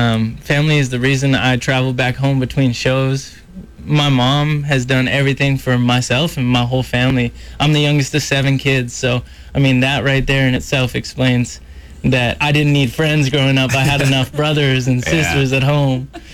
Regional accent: Kelowna, British Columbia, Canada; growing up in Kelowna with kind of a laid back lake lifestyle

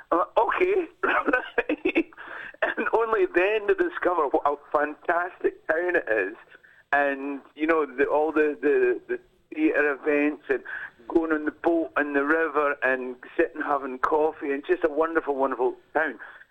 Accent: Perth, Scotland, United Kingdom; moved away; I'm from Perth, right?

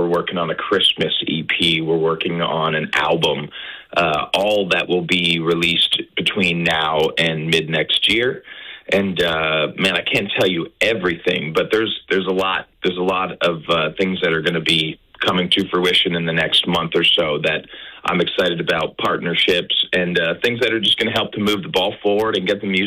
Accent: Canada; also born or lived in Nashville; I'm so happy to be home. I love being Canadian.

